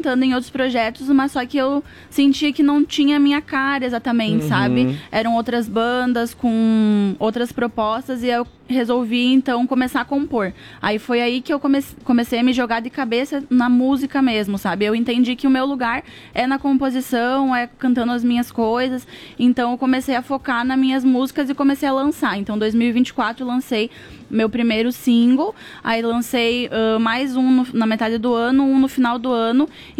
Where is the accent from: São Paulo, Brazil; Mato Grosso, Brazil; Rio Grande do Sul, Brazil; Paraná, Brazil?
Rio Grande do Sul, Brazil; Nonoai; moved away as an adult; also born or lived in Passo Fundo, Rio Grande do Sul; now in Chapecó, Brazil; Atualmente moro aqui em Chapecó, Santa Catarina. Mas eu nasci em Passo Fundo e morei quase a minha vida inteira em Nonoai, Rio Grande do Sul, aqui pertinho.